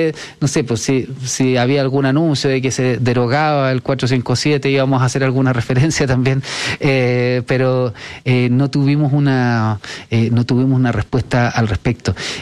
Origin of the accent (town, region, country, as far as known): Chile